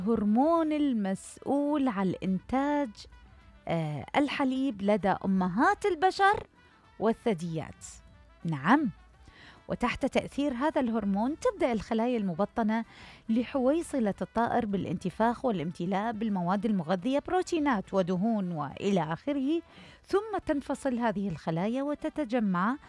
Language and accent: Arabic; Iraq; أكو تعبيرات عندنا بالعراق